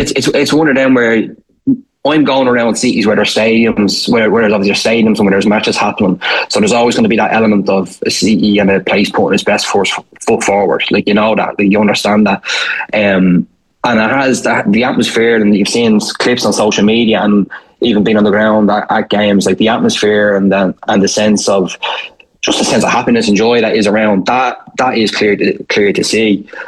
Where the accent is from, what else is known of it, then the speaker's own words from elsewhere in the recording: Ireland; as an Irish person